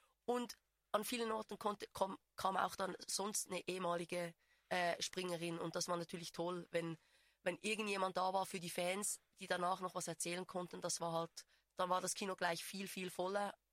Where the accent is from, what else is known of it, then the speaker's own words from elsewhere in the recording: Einsiedeln, Schwyz, Switzerland; ich komme aus Einsiedeln